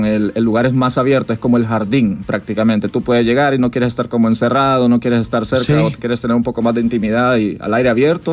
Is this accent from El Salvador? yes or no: yes; El Salvador; La mayoría de gente de la línea, por decir así, somos salvadoreños